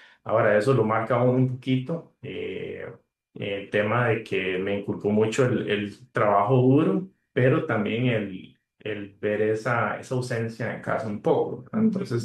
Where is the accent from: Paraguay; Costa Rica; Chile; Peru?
Costa Rica; Ciudad Neily, Puntarenas; also born or lived in Pérez Zeledón; now in Santa Ana, Costa Rica; soy padre de familia, esposo, oriundo de Ciudad Neily, poco largo del centro del país. Y tengo ya 7 años en el ámbito de medicina estética. Vivo en Santa Ana.